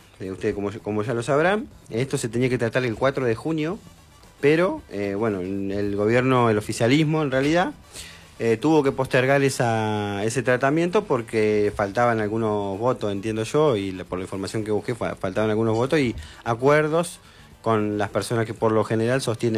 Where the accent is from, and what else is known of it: Argentina